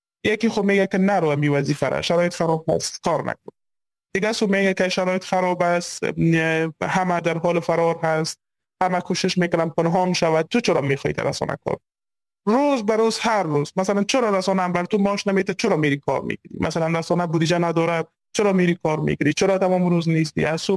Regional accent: Afghanistan; چون من خودم یک از در خانواده های البته افغانی به دنیا آمدیم

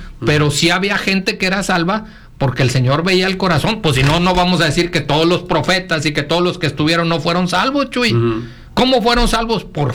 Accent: Mexico; hombre, mi tierra, hombre

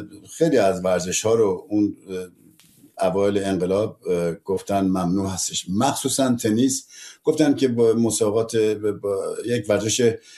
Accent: Tehran, Tehran Province, Iran; moved away; هممون بچه های کارمندای اون ورزشگاه امجدیه بودیم که پدرامون تو امجدیه کار میکردن

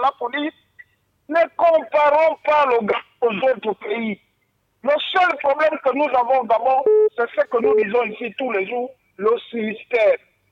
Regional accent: Gabon; même si nous, on ne veut pas nous dire en tant que Gabonais, combien régénèrent les richesses du pays

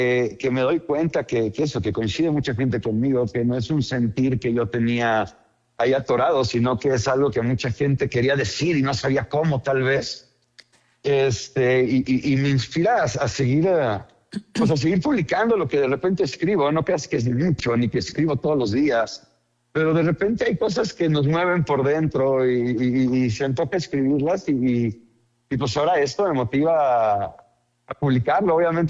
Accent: Mexico

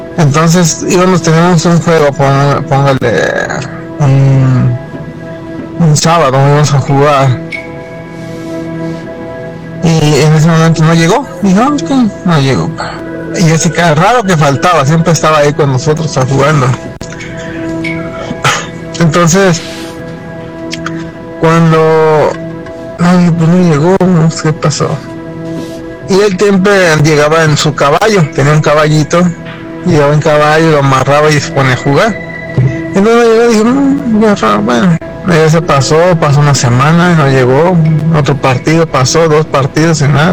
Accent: San Luis Potosí, Mexico; now in Las Vegas, United States; Yo vengo de... soy nativo de San Luis Potosí.

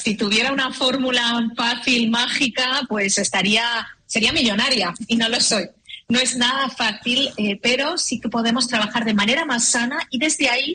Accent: Spain; Pues como española, de 30 y pocos años

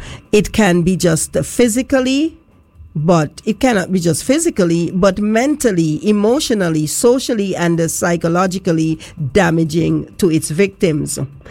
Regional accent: Harris', Montserrat; moved away; I can remember growing up in Harris's.

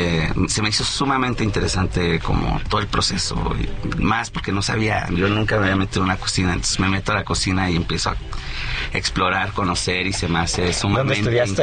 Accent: Mexico; moved away; yo me fui de México sin saber, y me da vergüenza, sin saber quién era Enrico Loera.

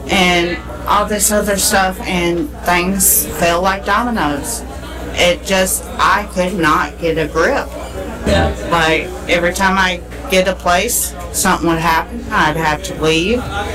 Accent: Abbeville, South Carolina, United States; now in Anderson, United States; I pretty much grew up out here in Abbeville.

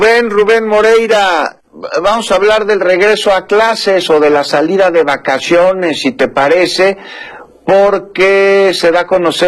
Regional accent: Mexico

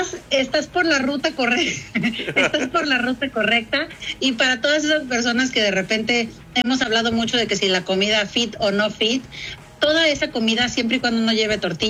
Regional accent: Mexico; recordaremos que somos mexicanos

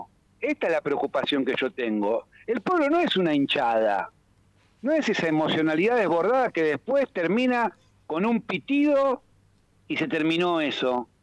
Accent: Argentina; Hay que salir a tener huevos como pueblo argentino

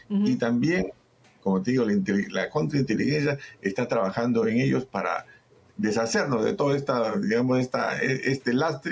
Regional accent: Peru; los paganos somos todos los peruanos

